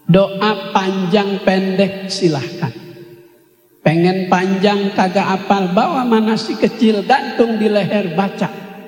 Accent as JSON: {"language": "Indonesian", "region": "Jakarta", "country": "Indonesia", "said": "Di kampung saya no, depan Masjid Al-Bahri Kebon Nanas"}